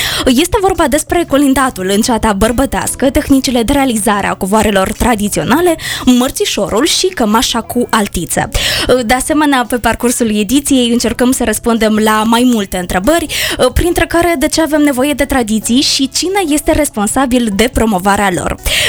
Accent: Moldova; ne-am pierdut identitatea, ne-am pierdut cultura, ceea ce de fapt ne definește ca moldoveni.

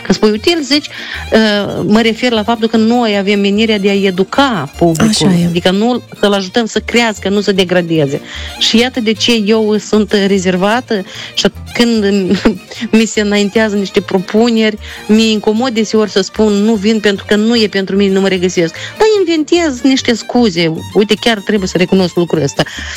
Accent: Ciciuleni, Hîncești District, Moldova; moved away; Da, de la Ciciuleni.

